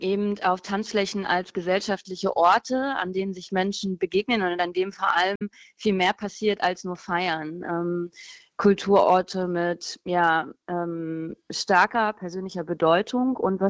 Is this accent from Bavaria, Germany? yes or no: no; Wernigerode, Saxony-Anhalt, Germany; meiner Heimatstadt Wernigerode aus Sachsen-Anhalt, wo ich herkomme